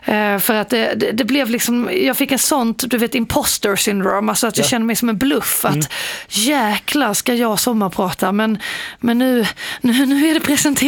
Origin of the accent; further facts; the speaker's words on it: Båstad, Skåne, Sweden; Jag kommer ju från Båstad, där det är väldigt populärt med tennis